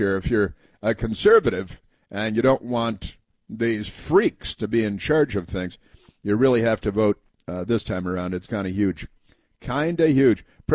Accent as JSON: {"language": "English", "region": "Illinois", "country": "United States", "tie": "born or raised there", "said": "He grew up north and west of Chicago, not far from where I did most of my growing up, and it's where regular people come from, at least a lot of them."}